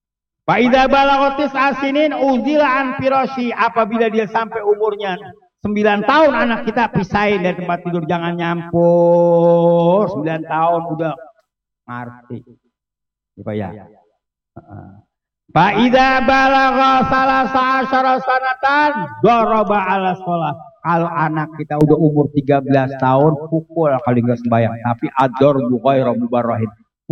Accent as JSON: {"language": "Indonesian", "region": "Jakarta", "country": "Indonesia", "said": "Memang kita orang Betawi mayoritas"}